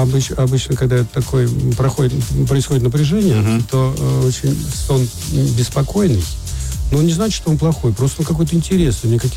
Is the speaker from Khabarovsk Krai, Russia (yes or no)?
no; Krasnodar, Krasnodar Krai, Russia; also born or lived in Perm / Orenburg / Maykop; Родился я в Перми, потом жил в Оренбурге, в Майкопе, потом школу заканчивал в Краснодаре.